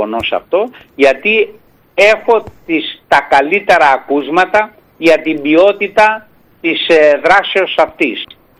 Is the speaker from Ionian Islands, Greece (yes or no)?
yes; Corfu, Ionian Islands, Greece; Και αν δεν ήμουν κερκυραίος, θα ήθελα να ήμουν ζακυνθινός.